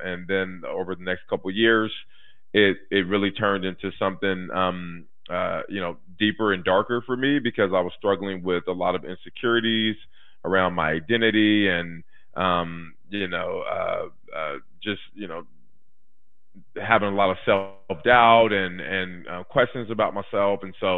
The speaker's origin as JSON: {"language": "English", "town": "Portland", "region": "Oregon", "country": "United States", "tie": "born or raised there", "said": "I had a pretty normal childhood growing up in Northeast Portland in the 80s"}